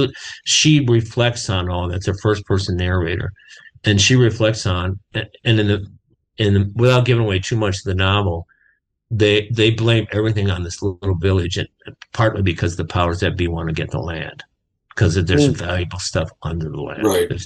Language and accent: English; Austin, Minnesota, United States; I grew up in Austin, Minnesota, which is about 100 miles south of Minneapolis